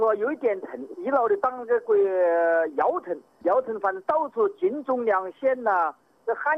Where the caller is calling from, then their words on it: Shanghai, China; 我是金山神桥。